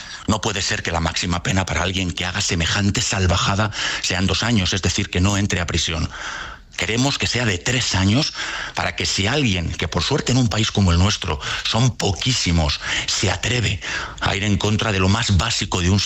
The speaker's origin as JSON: {"language": "Spanish", "country": "Spain"}